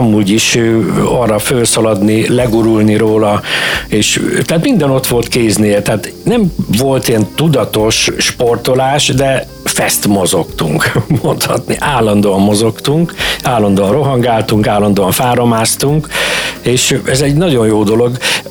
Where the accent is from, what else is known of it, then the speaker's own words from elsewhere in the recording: Békés, Hungary; moved away; Én nagyon szerencsés helyen nőttem föl, még ott Békés megyében.